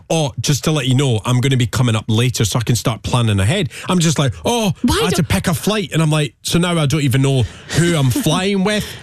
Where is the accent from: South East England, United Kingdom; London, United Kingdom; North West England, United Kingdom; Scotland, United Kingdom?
Scotland, United Kingdom; I was born and raised in the Scottish borders